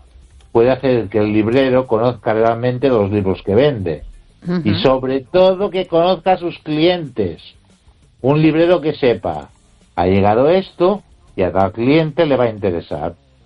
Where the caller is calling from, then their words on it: Ourense, Galicia, Spain; desde Orense, Europa.